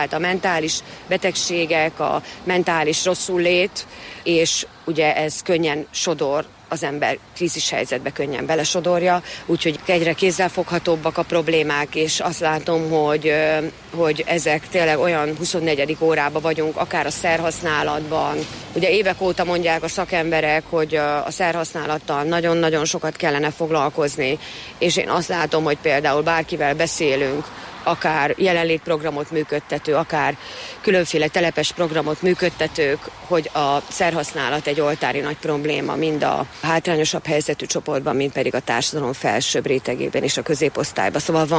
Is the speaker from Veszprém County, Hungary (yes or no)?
no; Miskolc, Borsod-Abaúj-Zemplén, Hungary; moved away; a Borsodban nőttem fel Miskolcon